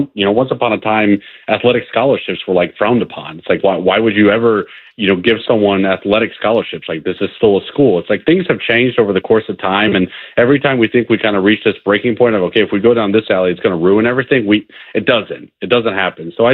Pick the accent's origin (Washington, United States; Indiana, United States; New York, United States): Indiana, United States; I grew up in Indiana, but I grew up Northwest Indiana.